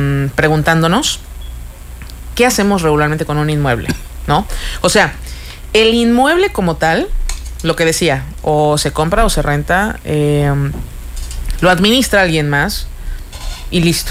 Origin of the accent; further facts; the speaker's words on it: Mexico; born there; somos mexicanas de nacimiento